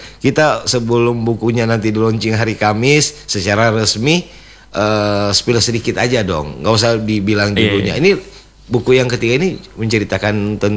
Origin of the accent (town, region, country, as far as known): Sangihe, North Sulawesi, Indonesia